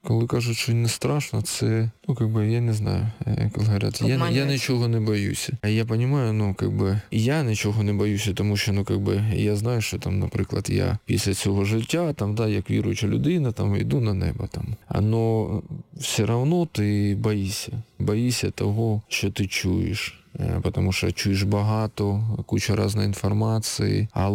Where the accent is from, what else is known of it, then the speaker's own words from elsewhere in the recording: Berdiansk, Zaporizhzhia Oblast, Ukraine; це, говоримо, ми з Бердянська, ми вже як місяць в окупації.